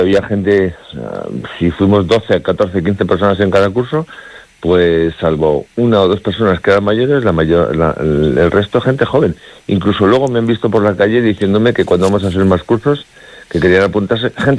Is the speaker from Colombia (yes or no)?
no; Pozuelo de Alarcón, Community of Madrid, Spain; moved away as an adult; now in Montaña Palentina, Spain; En Madrid. Yo nací y viví en Pozuelo de Alarcón toda mi vida. Y entonces, hace unos años, ya va para 9, me vine para acá.